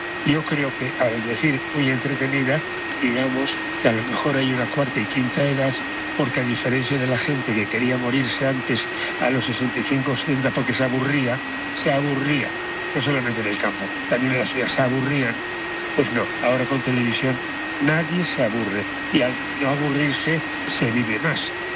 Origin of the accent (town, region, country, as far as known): Bilbao, Basque Country, Spain; born or raised there; moved away